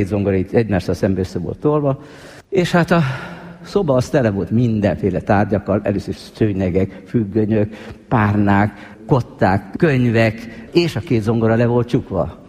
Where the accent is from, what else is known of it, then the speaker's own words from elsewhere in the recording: Debrecen, Hajdú-Bihar, Hungary; debreceni kisiskolás, jártam az debreceni zenedébe